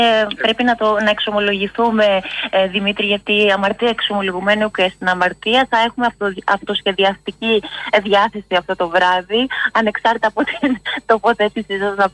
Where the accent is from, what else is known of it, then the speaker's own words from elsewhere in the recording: Drama, Eastern Macedonia and Thrace, Greece; εγώ είμαι από τη Δράμα